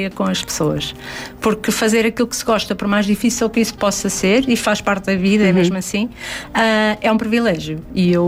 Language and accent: Portuguese; Coimbra, Centro, Portugal; also born or lived in Minho; now in Lisbon, Portugal; o meu próprio percurso pessoal enquanto conimbricense, enquanto artista e portanto, passa pelo Minho, parando depois em Coimbra e seguindo para Lisboa, para onde eu vim viver